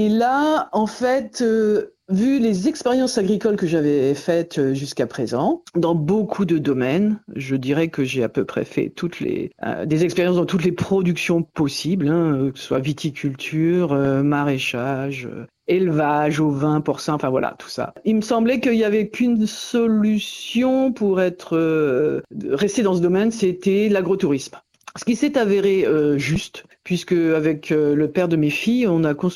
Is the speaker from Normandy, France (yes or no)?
yes; Normandy, France; Donc effectivement, moi je suis né en Normandie, dans la Manche, plus exactement, et dans une famille de paysans normands avec des vaches laitières. Et donc, voilà, toute ma jeunesse a été sur cette ferme